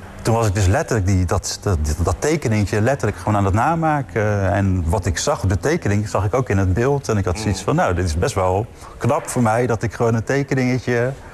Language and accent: Dutch; Vlaardingen, South Holland, Netherlands; Dus overal waar je komt, ja, waar kom jij vandaan? Ja, wij komen uit Vlaardingen.